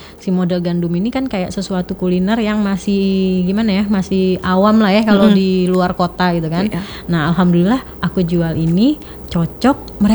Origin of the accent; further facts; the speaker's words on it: Jakarta, Indonesia; moved away as an adult; now in Palembang, Indonesia; Aku tuh sebenarnya asli orang Betawi kan.